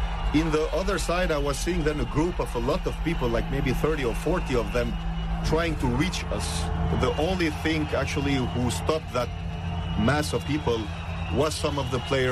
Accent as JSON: {"language": "English", "country": "Switzerland", "tie": "born or raised there", "also_born_or_lived": "Kosovo", "said": "I left myself with my family, a lot of ethnic Albanians, in 1990, so I grew up in Switzerland."}